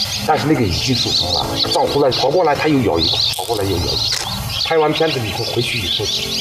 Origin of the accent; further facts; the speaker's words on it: Tianjun County, Qinghai, China; 让他们知道在我们的家乡，除我们以外，还有草原上还有哪些这个可爱的精灵，